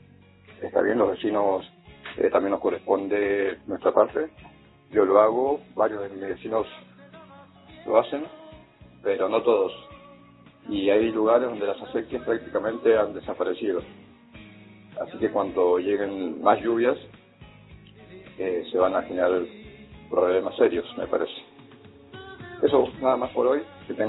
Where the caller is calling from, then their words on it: Villa Atuel, Mendoza, Argentina; Yo paso mucho tiempo en Villatuel, que es mi pueblo, por cuestiones de trabajo